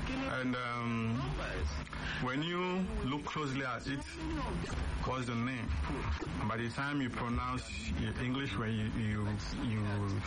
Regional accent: Niger Delta, Nigeria; I am an Ijoman and then a Nigerian.

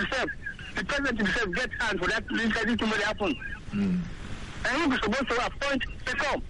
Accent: Tunisia; English is a second language; I come from Tunisia.

